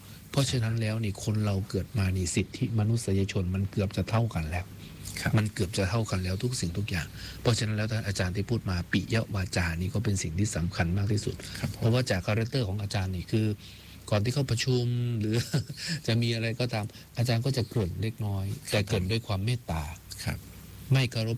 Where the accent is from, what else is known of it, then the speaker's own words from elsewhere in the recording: Isan, Thailand; แน่นอนเราเป็นลูกอีสานนะอาจารย์เนาะอาจารย์ก็เป็นลูกอีสาน